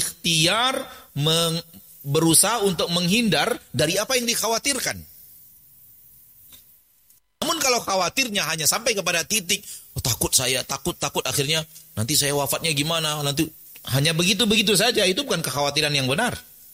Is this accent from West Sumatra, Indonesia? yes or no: yes; Padang, West Sumatra, Indonesia; dalam bahasa kami orang Padang